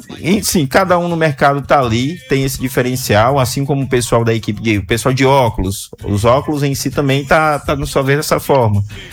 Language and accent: Portuguese; Teresina, Piauí, Brazil; Eu sou da Zona Norte, fui criado na Zona Norte, mas hoje em dia eu moro aqui já pertozinho, assim, mas eu amo a Zona Norte.